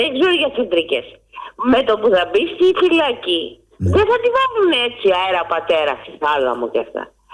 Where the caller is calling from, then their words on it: Ymittos, Attica, Greece; από τον Ημιτό.